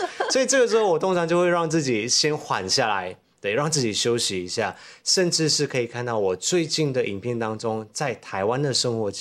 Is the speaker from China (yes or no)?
no; Malaysia; now in Taiwan; 我是马来西亚人嘛，所以对于我来说，我在新竹的生活，我在台北的生活